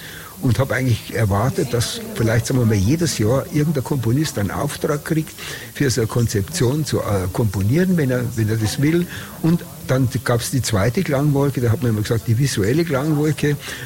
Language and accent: German; Munich, Bavaria, Germany; in meiner Heimatstadt München